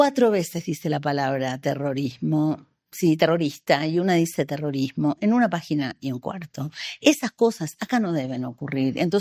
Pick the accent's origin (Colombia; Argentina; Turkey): Argentina; hablo de Argentina porque vengo de ahí